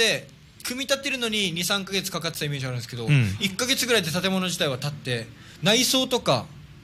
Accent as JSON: {"language": "Japanese", "town": "Itoman", "region": "Okinawa", "country": "Japan", "tie": "born or raised there", "said": "僕は実はね糸満市出身なんでね、"}